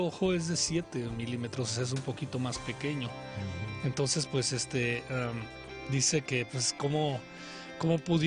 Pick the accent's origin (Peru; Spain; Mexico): Mexico; Si nos vamos al origen étnico de México ya ahora, pues nosotros somos una mezcla de africanos que estuvieron aquí como esclavos